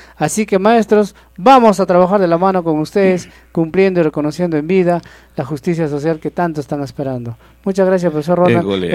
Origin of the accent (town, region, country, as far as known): Villa Rica, Pasco, Peru